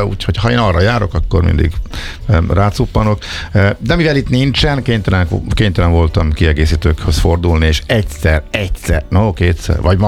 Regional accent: Zala, Hungary; born there; now in Budapest, Hungary

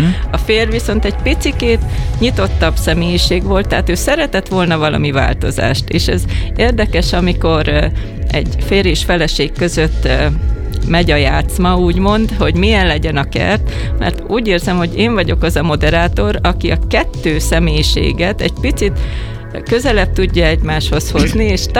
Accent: Hungary; Mert én egy praktikus magyar vagyok

